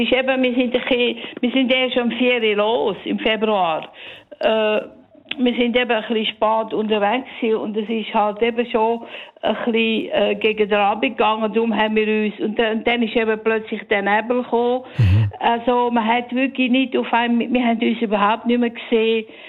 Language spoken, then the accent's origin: German; Graubünden, Switzerland; now in Davos, Switzerland; ich bin im Engadin aufgewachsen, gross geworden